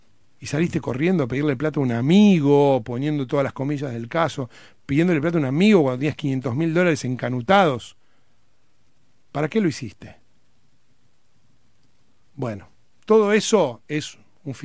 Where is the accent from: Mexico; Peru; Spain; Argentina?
Argentina